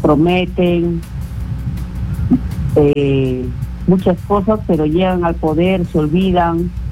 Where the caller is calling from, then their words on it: Huacho, Lima, Peru; yo también vivo en Huacho